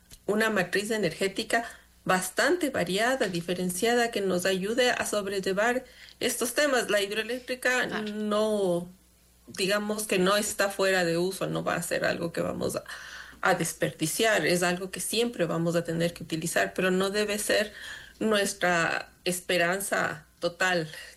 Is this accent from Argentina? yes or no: no; Ecuador; nosotros como ecuatorianos